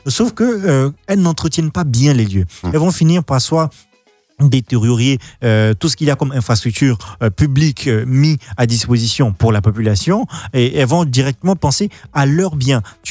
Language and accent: French; Côte d’Ivoire; en tant qu'Ivoirien sensibilisé, en tant qu'Ivoirien émergent